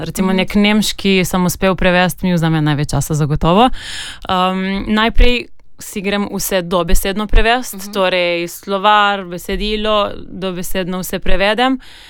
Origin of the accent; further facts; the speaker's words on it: Slovenian Littoral, Slovenia; ker nisem bila skozi življenje v stiku z nemščino, sem iz Primorske.